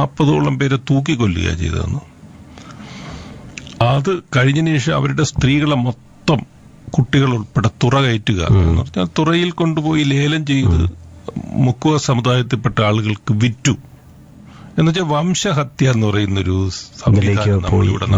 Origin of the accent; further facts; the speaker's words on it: Kerala, India; now in Karakulam, India; വീട് സ്വന്തം സ്ഥലം വെഞ്ഞാറമൂടിനടുത്താണ്, നെടുമ്പങ്ങാടുന്ന് വെഞ്ഞാറമൂട് പോകുന്ന വഴിയിലാണ്.